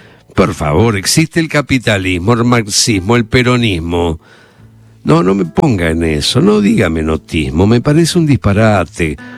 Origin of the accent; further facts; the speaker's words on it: Rosario, Santa Fe, Argentina; Yo soy demasiado rosarino. Para mí Rosario es una ciudad distinta, es como un barrio gigante desde Buenos Aires.